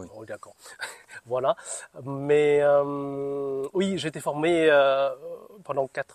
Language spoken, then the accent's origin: French; Northern Vietnam, Vietnam; now in France